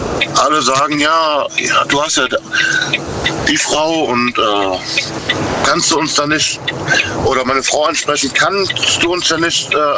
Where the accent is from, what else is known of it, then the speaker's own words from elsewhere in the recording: Rhineland, Germany; Also ich bin Rheinländer.